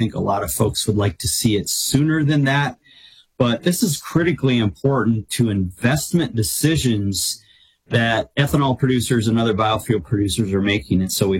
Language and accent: English; South Dakota, United States; And so Senator Thune of South Dakota, my home state, majority leader, has his work cut out for him.